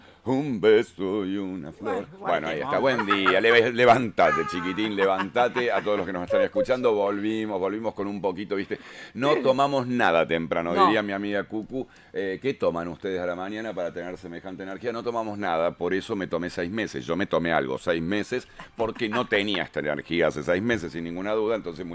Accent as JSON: {"language": "Spanish", "country": "Argentina", "said": "como somos los argentinos, de debatirnos todo"}